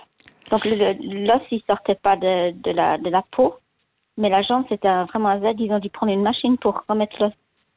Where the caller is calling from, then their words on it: La Tour-de-Peilz, Vaud, Switzerland; La tour de Passem, près de Vevey, entre Vevey et Montreux.